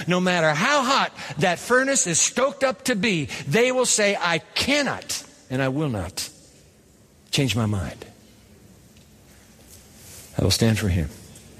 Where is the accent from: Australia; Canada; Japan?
Japan; moved away; I grew up in Japan, and I used to go to school every day on the trains of Japan, back and forth, back and forth, back and forth, back and forth.